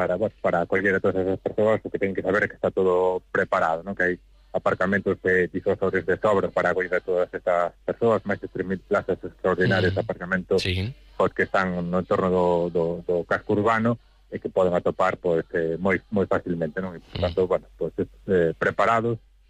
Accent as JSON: {"language": "Galician", "town": "Rianxo", "region": "Galicia", "country": "Spain", "said": "os que somos de Rianxo, pois militamos na Guadalupe"}